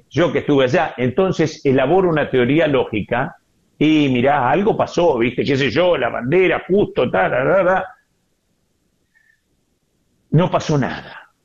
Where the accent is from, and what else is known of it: Argentina